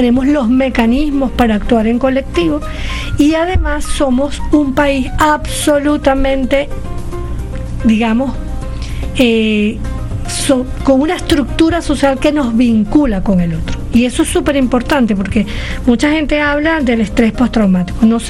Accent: Venezuela; todos somos parte del Estado

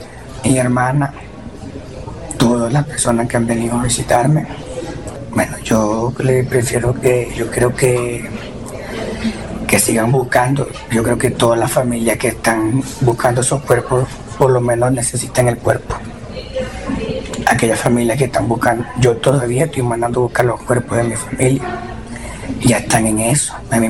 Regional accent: La Guaira, Venezuela; Soy de La Guaira, de Caribe.

